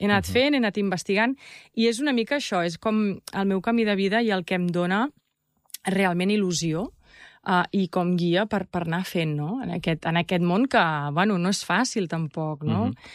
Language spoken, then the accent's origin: Catalan; Barcelona, Catalonia, Spain; also born or lived in New York; quan vaig viure a Nova York, que tothom em preguntava, no, d'on ets? Oh, from Barcelona!